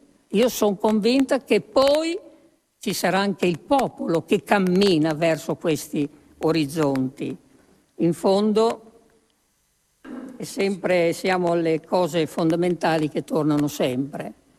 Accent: Emilia-Romagna, Italy; un po' delle mie parti, là dell'Emilia Romagna

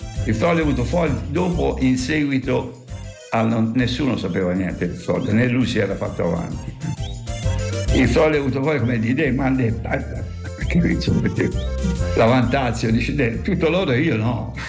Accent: Livorno, Tuscany, Italy; a me che sono livornese, ma è pur provenendo da famiglia di operai

